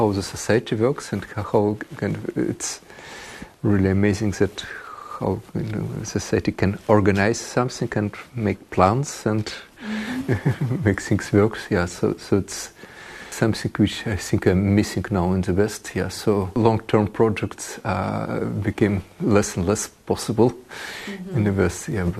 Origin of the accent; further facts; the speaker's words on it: Russia; I'm from Russia, and I never been on the east of Ural Mountains in Russia, so I've seen only in very little of western part.